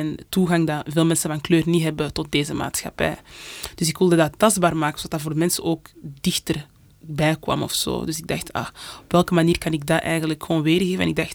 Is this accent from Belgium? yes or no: yes; Mechelen, Flanders, Belgium; uit het Mechels, Congolees-Angolees Roet.